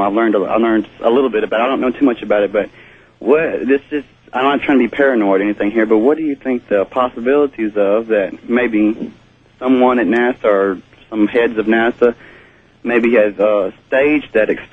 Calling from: Birmingham, Alabama, United States; I'm calling from Birmingham WERC 960.

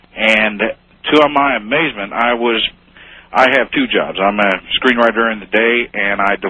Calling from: Friendswood, Texas, United States; I'm calling from Friendswood, just near Houston.

